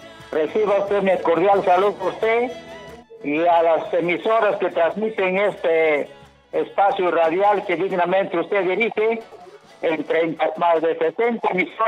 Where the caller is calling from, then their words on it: Chimbote, Ancash, Peru; Les hablo desde Chimbote